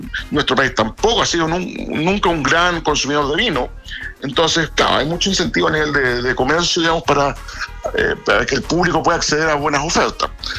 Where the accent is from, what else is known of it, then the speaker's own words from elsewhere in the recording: Santiago, Santiago Metropolitan Region, Chile; born there; Yo soy santiaguino